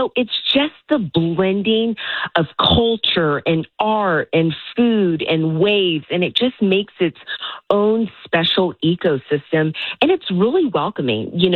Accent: Vista, California, United States; born and raised in Vista.

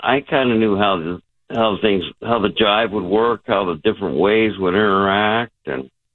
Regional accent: Silicon Valley, California, United States; now in Somerset, United States; I grew up in Silicon Valley

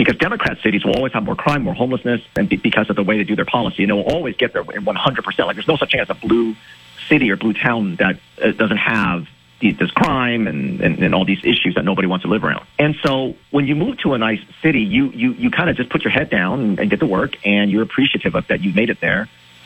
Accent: California, United States

